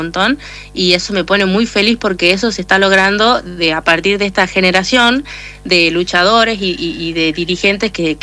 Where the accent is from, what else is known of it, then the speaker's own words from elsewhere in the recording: San Miguel de Tucumán, Tucumán, Argentina; now in Yerba Buena, Argentina; De Tucumán, bueno, toda mi vida viví en Tucumán capital. Y ahora vivo en Yerbabuena, que es como a 20 minutos de capital.